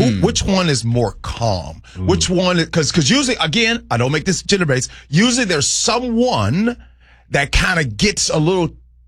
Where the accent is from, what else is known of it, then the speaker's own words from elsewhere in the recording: Chicago, Illinois, United States; I'm born and raised on the South Side.